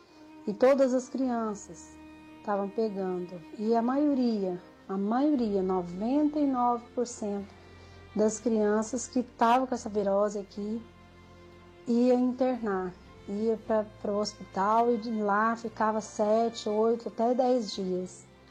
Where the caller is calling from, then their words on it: Araguari, Minas Gerais, Brazil; moro em Araguari, Minas Gerais.